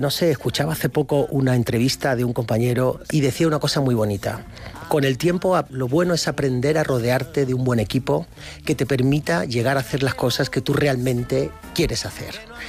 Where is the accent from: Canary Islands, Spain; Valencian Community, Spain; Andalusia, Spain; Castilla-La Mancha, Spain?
Andalusia, Spain; Málaga; Soy de Málaga y eso se nota, claro.